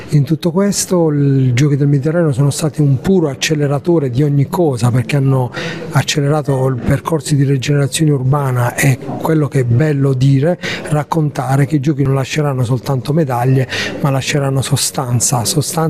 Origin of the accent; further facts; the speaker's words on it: Taranto, Apulia, Italy; i miei concittadini